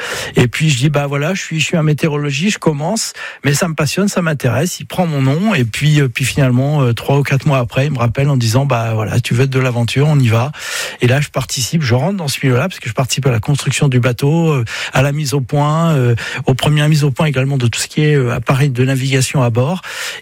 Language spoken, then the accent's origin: French; Brittany, France; bah, je suis breton et puis je le ressens profondément. Donc, de la vallée de la Rance, juste derrière Saint-Malo